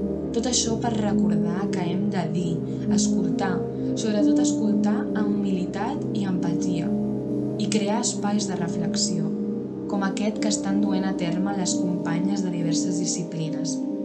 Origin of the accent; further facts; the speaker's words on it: Vilanova i la Geltrú, Catalonia, Spain; Vilanova i la Geltrú, d'on sóc jo.